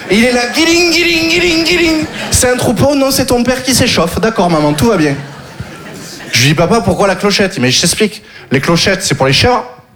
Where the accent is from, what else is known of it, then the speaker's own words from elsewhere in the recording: Occitanie, France; Bien du sud, j'ai grandi dans le Gard. Le Gard, vous connaissez?